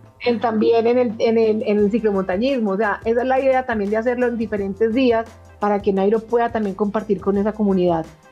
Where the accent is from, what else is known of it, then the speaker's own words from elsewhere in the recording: Colombia; ya que estos invitados internacionales nos conozcan como gente, como colombianos que somos